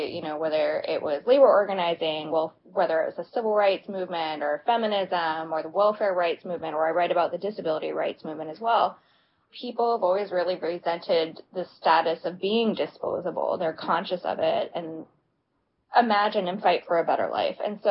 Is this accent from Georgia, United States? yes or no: no; Virginia, United States; But growing up where I did